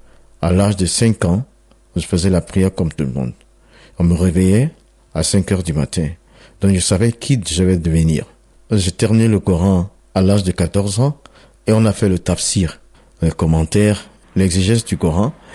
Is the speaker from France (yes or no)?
no; Côte d’Ivoire; je suis originaire de la Côte d'Ivoire.